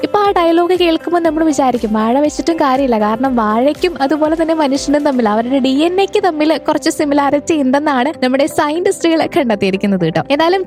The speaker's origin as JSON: {"language": "Malayalam", "region": "Kerala", "country": "India", "said": "നമ്മൾ മലയാളികൾക്ക്"}